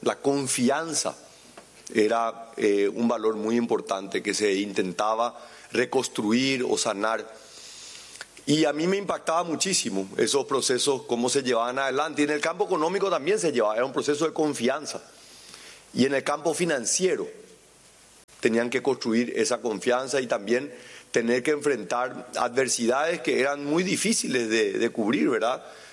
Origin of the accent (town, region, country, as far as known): Paraguay